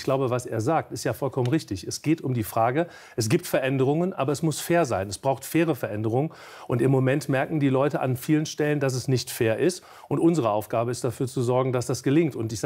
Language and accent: German; Cologne, North Rhine-Westphalia, Germany; ich komme ja aus Höhenberg und Pfingst in Köln, wo der Pfarrer Meurer mein Pastor gewesen ist.